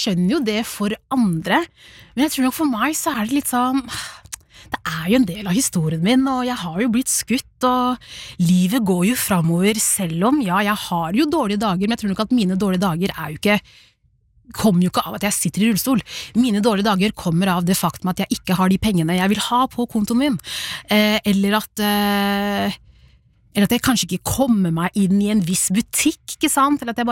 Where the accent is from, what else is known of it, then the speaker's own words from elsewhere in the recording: Rakkestad, Østfold, Norway; also born or lived in Sierra Leone; now in Oslo, Norway; da jeg var tre år gammel, så ble jeg hentet fra Sierra Leone til Norge, og bodde da der i Rakkestad kommune, fra jeg var tre år til 12 år gammel. Da flyttet vi til Oslo.